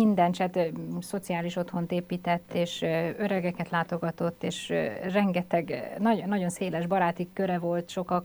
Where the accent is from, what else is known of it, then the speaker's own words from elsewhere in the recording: Pécs, Baranya, Hungary; Pécset élek most is, úgy nagyjából, de Pécset születtem, és azt lehet mondani, hogy minden szálam inkább azt lehet, egy kisebb városhoz, egy vidékhez, ilyen közösségekhez köt.